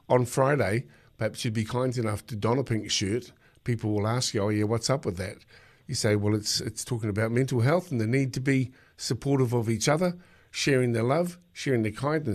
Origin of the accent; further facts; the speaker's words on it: New Zealand; I'm a Kiwi guy